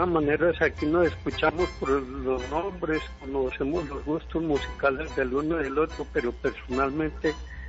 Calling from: Santa Rosa de Cabal, Risaralda, Colombia; yo soy de Santa Rosa y de joven me venía para Pereira.

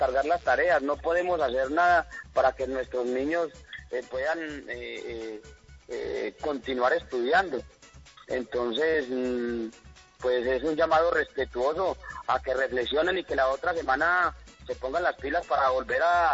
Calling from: Cartago, Valle del Cauca, Colombia; De aquí, de la Comuna 7.

